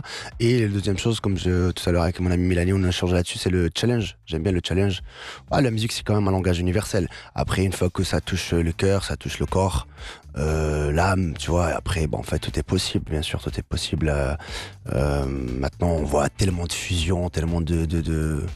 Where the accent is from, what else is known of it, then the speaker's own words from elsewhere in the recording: Tangier, Tanger-Tetouan-Al Hoceima, Morocco; donc moi j'habitais déjà à Tanger, donc d'une famille casablancaise, mais j'ai grandi à Tanger parce que mon papa il s'est installé là